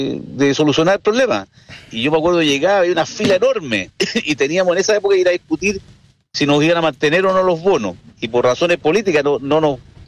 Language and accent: Spanish; Chile; espero, obviamente, como todo chileno, que esta cuestión funcione.